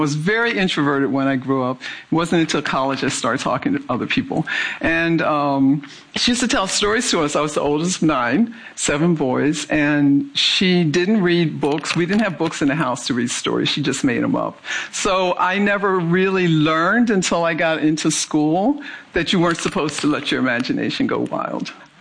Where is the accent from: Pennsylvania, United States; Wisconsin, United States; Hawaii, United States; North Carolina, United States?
Pennsylvania, United States; Philadelphia; born or raised there